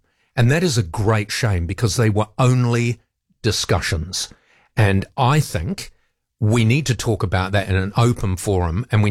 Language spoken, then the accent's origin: English; New Zealand; the same morals and views and ideals and society that I was brought up in New Zealand.